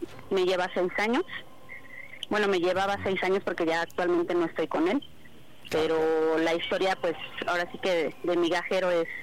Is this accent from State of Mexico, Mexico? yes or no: no; Iztacalco, Mexico City, Mexico; Tengo 31 y soy de Iztacalco.